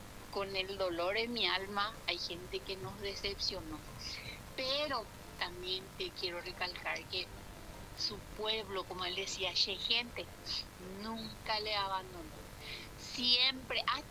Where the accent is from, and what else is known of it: Paraguay